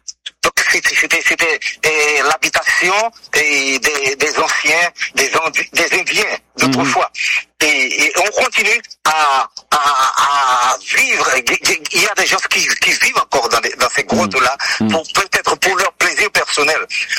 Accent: Dondon, Nord, Haiti; parce que à Dondon, il y a une inspiration qui est réellement grande, et c'est un pays fertile, là où j'ai grandi, là où j'ai appris à aimer, à apprécier et à respecter.

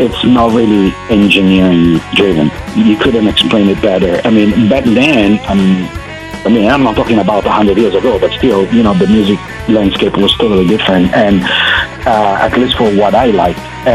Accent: Milan, Lombardy, Italy; And then again, probably I'm from Milan, so, Versace, Moschino, and all those big designers.

